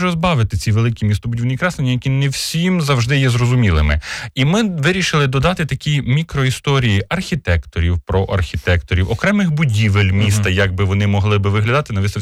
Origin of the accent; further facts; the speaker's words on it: Vinnytsia, Vinnytsia Oblast, Ukraine; Ми, вінничани